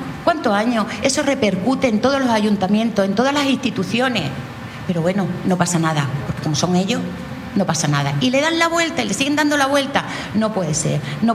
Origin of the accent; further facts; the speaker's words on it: Melilla, Spain; born there; now in Lanzarote, Spain; Yo nací en Melilla, entonces conozco muy bien lo que es Ceuta